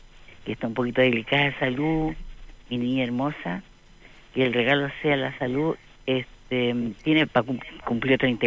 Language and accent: Spanish; Valparaíso, Chile; Bueno, yo soy de Valparaíso, así que el Cerro Barón, escuela número 41, República del Brasil.